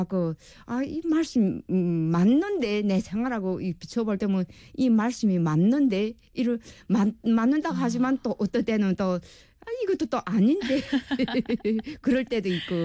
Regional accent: North Korea; 아 저도 아 우리도 같은 탈북자이고 같은 이방민인데

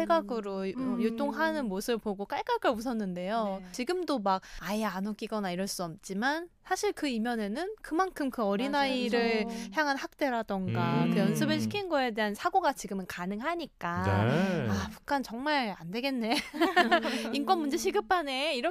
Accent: South Korea; 남한에서 나고 자란 저로서는

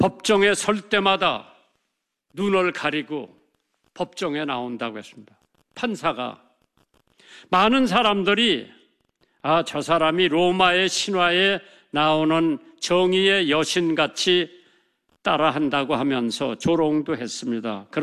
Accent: South Korea; 우리 한국 사람들은

